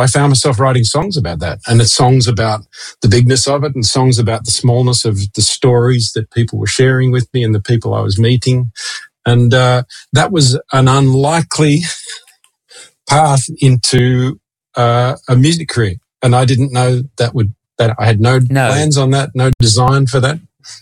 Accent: Sydney, New South Wales, Australia; in the system that we grew up in Sydney

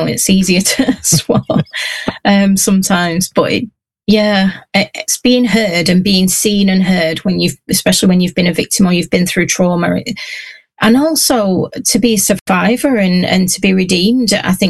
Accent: Whitworth, North West England, United Kingdom; born there; I was born in Whitworth, a little tiny village. Well, it's a town now, because it got a swimming pool and a library or something, you know, like one of those. I remember it becoming a town and it was a big thing, but it's a village on the edge of the Pennines

